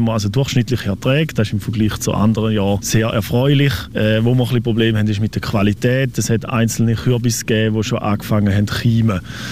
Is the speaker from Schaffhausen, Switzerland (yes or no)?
yes; Schaffhausen, Switzerland; Als Schaffhauser Bauer hast du immer noch einen Kollegen, der Weinbauer ist